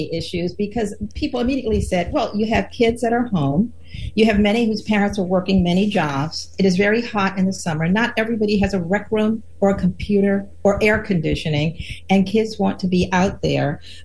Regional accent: Baltimore, Maryland, United States; Baltimore, my hometown

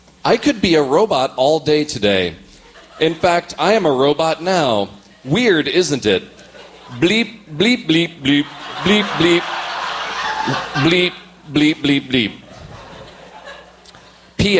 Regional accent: Texas, United States; So, I grew up in Texas, still in Texas

